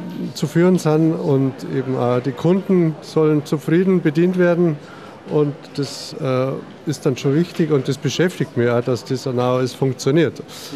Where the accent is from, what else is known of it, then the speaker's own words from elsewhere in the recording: Bavaria, Germany; now in South Tyrol, Italy; Und wir sind aus Deutschland, aus Bayern und jetzt sind wir eben hier in Südtirol und erholen uns wieder.